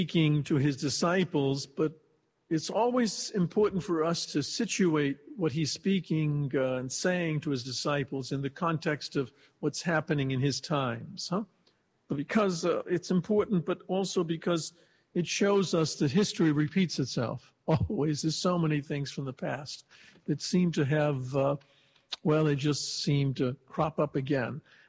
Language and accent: English; Boston, Massachusetts, United States; I'm a Bostonian